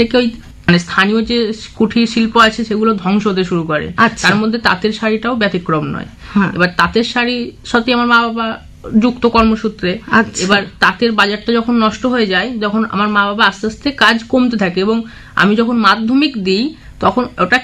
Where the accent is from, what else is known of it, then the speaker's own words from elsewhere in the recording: Nadia district, West Bengal, India; also born or lived in Kalna, Purba Bardhaman / Santipur; আমার বাড়ি নদিয়া